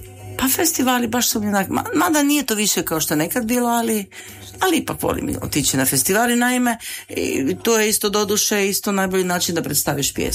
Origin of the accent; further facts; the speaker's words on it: Virje, Koprivnica-Križevci County, Croatia; ja sam iz Virja